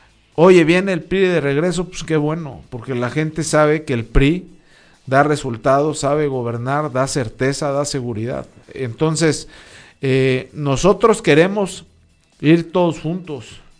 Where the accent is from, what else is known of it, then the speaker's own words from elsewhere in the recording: Morelos, Mexico; nosotros somos de Morelos, aquí hemos vivido toda la vida.